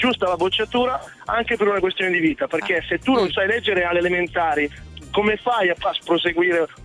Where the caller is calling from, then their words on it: Milan, Lombardy, Italy; Io sono a Reggio Emilia, ma sono da Milano per lavoro.